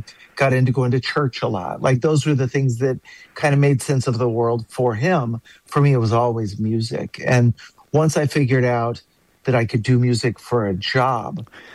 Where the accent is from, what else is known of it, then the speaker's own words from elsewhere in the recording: Dallas, Texas, United States; Well, I'm a seventh-generation Texan, and I grew up in the Dallas area.